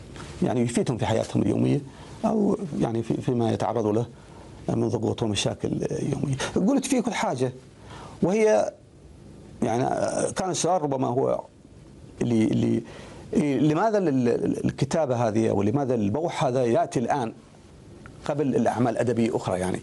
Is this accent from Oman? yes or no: yes; Ash Sharqiyah South, Oman; born there; also born or lived in Sur, Oman / United States; أنا ولدت في منطقة في منطقة الشرقية في قرية صغيرة تسمى وادي المر. هناك بدأت تعلم أو دراسة القرآن الكريم في الهواء الطلق تحت ظل شجرة، وبقيت في هذه وبقيت الأسرة في هذه القرية إلى أن حوالي بلغت من عمر 10 سنوات. بعد ذلك انتقلنا إلى صور